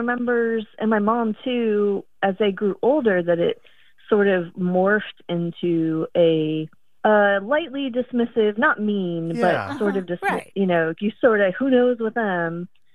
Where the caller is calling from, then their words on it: Savannah, Georgia, United States; I am calling from Savannah, Georgia.